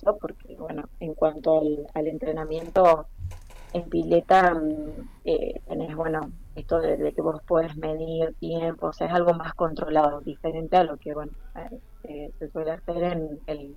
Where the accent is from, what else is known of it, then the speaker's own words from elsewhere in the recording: Caleta Olivia, Santa Cruz, Argentina; born there; Mis papás no, yo y mis hermanos sí, nacimos todos en Caleta, mis papás son de Santiago del Estero y de Córdoba